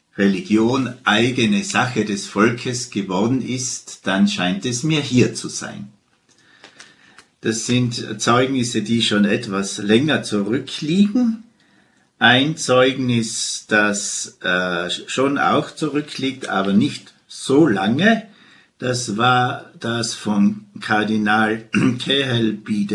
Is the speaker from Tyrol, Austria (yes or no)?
yes; Hall, Tyrol, Austria; In meiner Heimatstadt Hall war ein Prediger, der aus der Schweiz gekommen ist, auf die Kanzel der Stadtpfarrkirche gestiegen